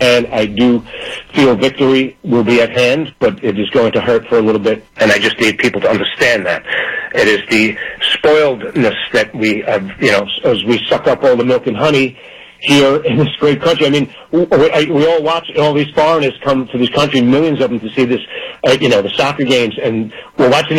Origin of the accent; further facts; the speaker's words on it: Staten Island, New York, United States; You know, I am going to miss my hometown of Staten Island because I'm there every year in the parade, small town USA